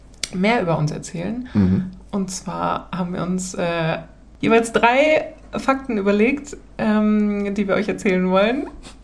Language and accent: German; Hannover, Lower Saxony, Germany; also born or lived in Kiel; now in Stockholm, Sweden; Ursprünglich komme ich aber aus Niedersachsen, nämlich aus Hannover, aus dem schönen, interessanten Hannover.